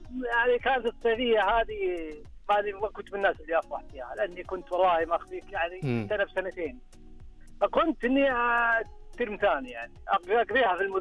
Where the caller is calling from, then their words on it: Khamis Mushait, Asir, Saudi Arabia; من خميس بشكل.